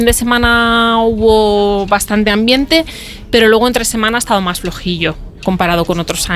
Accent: Granada, Andalusia, Spain; Mira, yo vengo de Granada y lo que trabajo es cerámica.

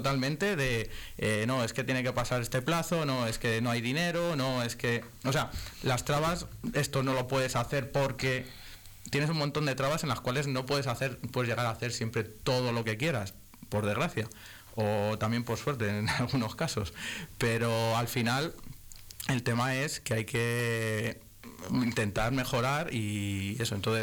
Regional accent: La Matilla, Castile and León, Spain; Es un pueblo de 80 habitantes, para que no lo sepa, La Matilla.

